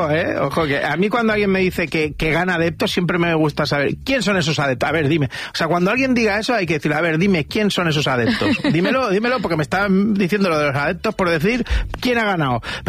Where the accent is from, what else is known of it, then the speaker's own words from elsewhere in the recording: Galicia, Spain; Es que soy gallego yo.